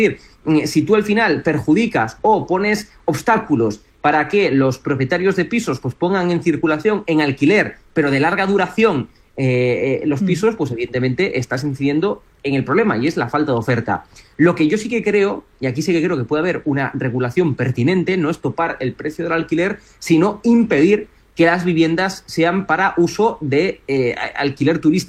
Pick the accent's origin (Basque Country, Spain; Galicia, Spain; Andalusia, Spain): Galicia, Spain; Santiago de Compostela; yo, que soy, por ejemplo, de Galicia, Santiago de Compostela, que históricamente ha sido una ciudad universitaria